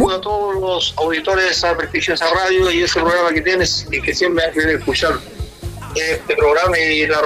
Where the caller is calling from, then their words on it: Angol, Araucanía, Chile; yo todavía soy voluntario del Cuerpo Bombero de Angol